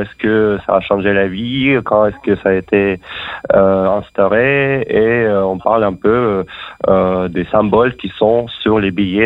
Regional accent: Russia; first language Russian; French is a second language; Moi, je peux faire en russe si vous voulez. Je suis russe, donc.

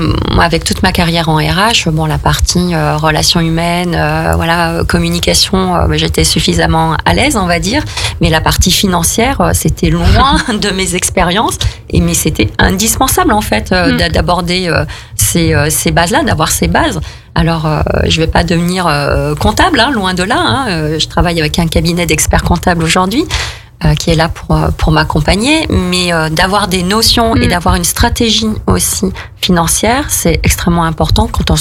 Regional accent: Saint-Étienne, Auvergne-Rhône-Alpes, France; moved away as an adult; also born or lived in Savoie / Haute-Savoie; je suis originaire de Saint-Étienne

